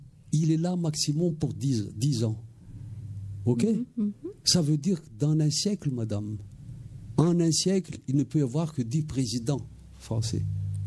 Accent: Madagascar; À partir du moment où je suis malgache, je fais de la politique à Madagascar.

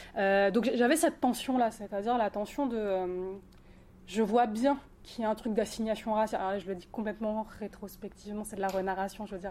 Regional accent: Brittany, France; moi je suis bretonne en plus, et c'est vraiment une identité pareil que je revendique, parce que j'ai grandi là-dedans, j'ai la moitié de ma famille qui ont été à Diwan, qui parlent breton

